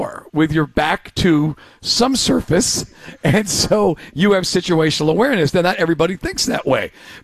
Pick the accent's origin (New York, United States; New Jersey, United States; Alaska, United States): New York, United States; now in Atlanta, United States; I grew up in the New York subway system